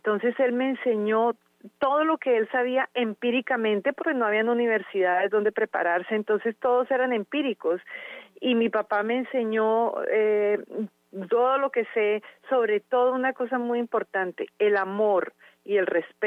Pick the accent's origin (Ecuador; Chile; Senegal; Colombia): Colombia; Yo soy colombiana y … que falleció el año pasado con 92 años, fue uno de los pioneros de la televisión y de la radio en Colombia.